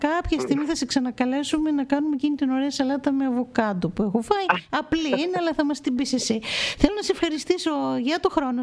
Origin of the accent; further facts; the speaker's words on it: Pandrosos, Central Macedonia, Greece; εμείς που είμαστε από την Πάνδροσο, μιλάμε για τον Καρνουβούνι, ο οποίος έχει υποστεί πάρα πολλές ζημιές.